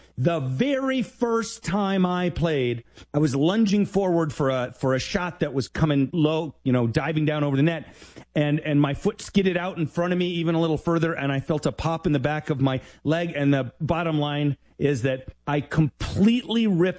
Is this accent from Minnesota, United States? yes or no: no; New York, United States; moved away; And I'm originally from New York